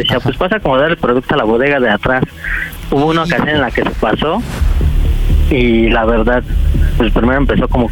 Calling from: Nezahualcóyotl, State of Mexico, Mexico; tengo 35 años y soy de la Nueva Chacualco.

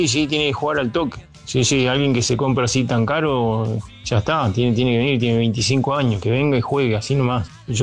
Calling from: San Justo, Buenos Aires Province, Argentina; acá de San Justo

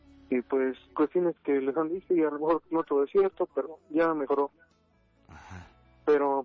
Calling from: Tepeapulco, Hidalgo, Mexico; aquí hablo de Tepepulco Hidalgo.

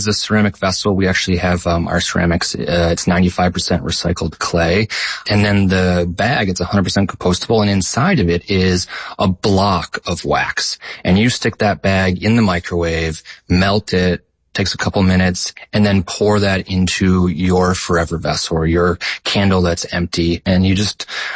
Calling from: Brooklyn, New York, United States; I'm calling in from Brooklyn, New York.

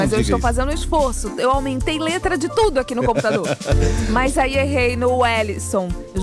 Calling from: São Cristóvão, Sergipe, Brazil; Sou do Nova Conquista, lá em São Cristóvão.

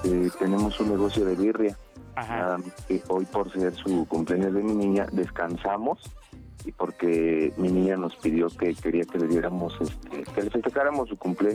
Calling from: Nicolás Romero, State of Mexico, Mexico; Nosotros vivimos en el municipio de Nicolás Romero.

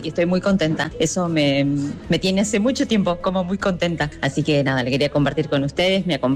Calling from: Buenos Aires, Argentina; soy de Barracas. Y bueno, les quería contar que el miércoles cumplí 50 años.

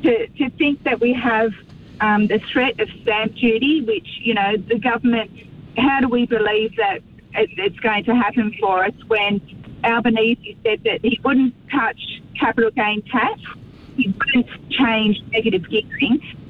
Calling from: New South Wales, Australia; we're a family business in the Northern Rivers.

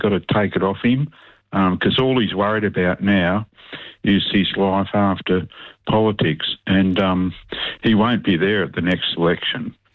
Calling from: Melbourne, Victoria, Australia; I'm from Melbourne.

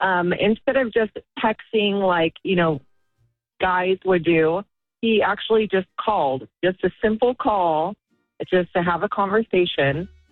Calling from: Oakdale, California, United States; from Oakdale.

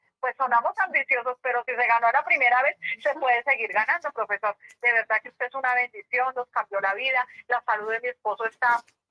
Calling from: Chiquinquirá, Boyacá, Colombia; De Chiquinquirá

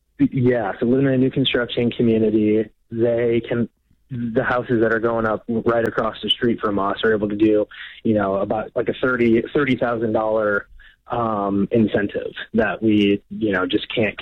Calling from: Dallas, Texas, United States; We live outside of Dallas, Texas. We've been in the home since February 2025.

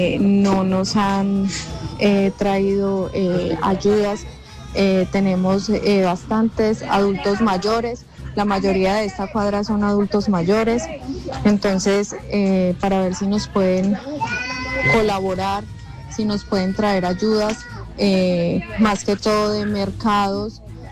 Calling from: Montenegro, Quindío, Colombia; soy del municipio de Montenegro, pertenezco al barrio Cacique, Manzana G.

